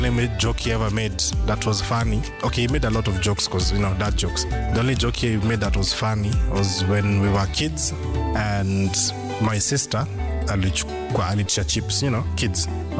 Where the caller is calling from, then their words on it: Nairobi, Kenya; I'm from Langata.